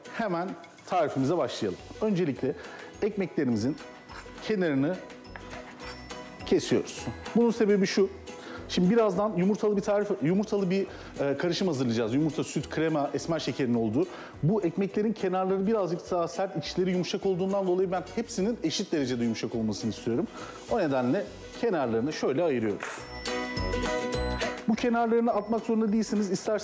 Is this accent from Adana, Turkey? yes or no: yes; Adana, Turkey; bir Adanalı olarak